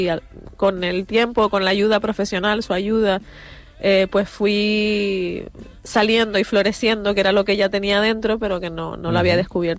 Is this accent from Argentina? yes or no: no; Canary Islands, Spain; accent: Canarian; Es verdad que mi acento canario y la gente que me vea, soy mulata, pero mi padre es palmero.